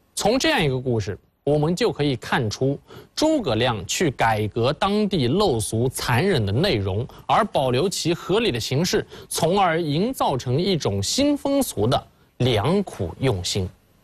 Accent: Changzhou, Jiangsu, China; 比如说我是来自于江苏常州的，我们那个地方就管肉包子叫肉馒头。

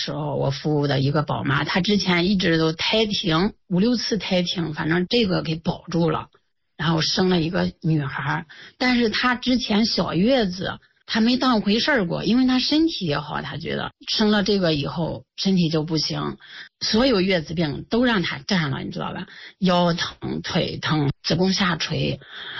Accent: Xingtai, Hebei, China; moved away; 回老家了，因为我老家邢台的

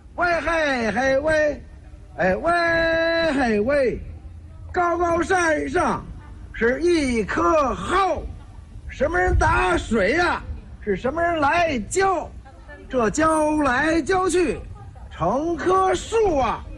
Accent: Beijing, China; 咱们北京人就是家里好几个孩子，老三老四就这么叫，也就是三儿四儿，这样叫。

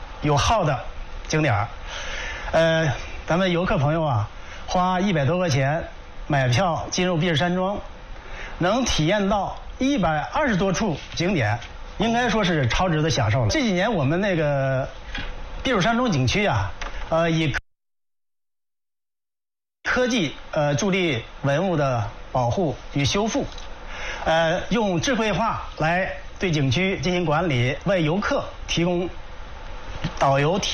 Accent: Chengde, Hebei, China; 我作为一个土生土长的承德人啊

